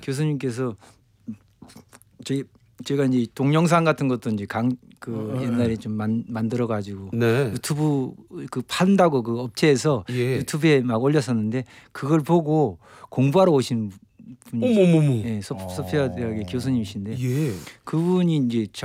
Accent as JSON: {"language": "Korean", "town": "Hamyang", "region": "South Gyeongsang", "country": "South Korea", "tie": "born or raised there", "accent": "Hamyang dialect", "said": "그 함양의 사투리가 이제 그 아이가 뭐 이런 제 고향이 함양인데."}